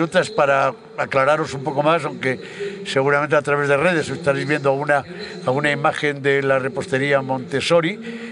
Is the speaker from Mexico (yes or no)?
no; Crémenes, Castile and León, Spain; moved away; Yo pasé mi niñez en Cremenes